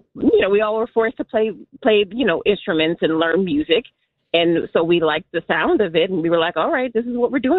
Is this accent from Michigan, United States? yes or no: yes; Detroit, Michigan, United States; now in Berwyn, United States; I live here in Berwyn now, but I'm from Detroit.